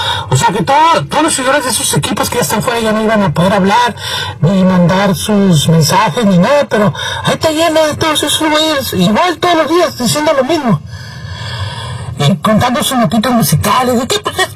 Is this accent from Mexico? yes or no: yes; Mexico City, Mexico; es que yo soy chilango y soy muy orgulloso